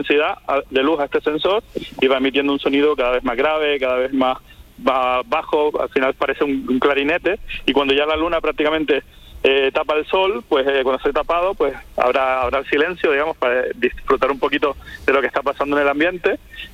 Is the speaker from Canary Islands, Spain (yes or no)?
yes; Canary Islands, Spain; en Canarias, de donde soy yo